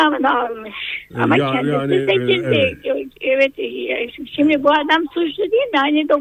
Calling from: Samsun, Turkey; İyi günler, Samsun'dan arıyorum.

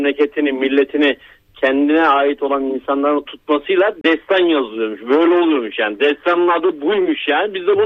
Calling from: Istanbul, Turkey; İstanbul'dan arıyorum

